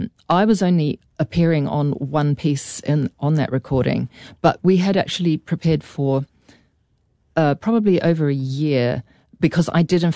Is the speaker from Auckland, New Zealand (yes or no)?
yes; Pukekohe, Auckland, New Zealand; also born or lived in Kaitaia; I grew up in Pukekohe in South Auckland.